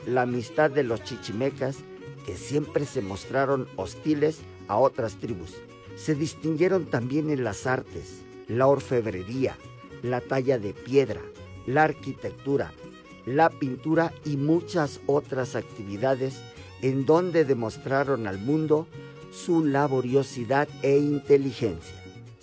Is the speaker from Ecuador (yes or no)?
no; Mexico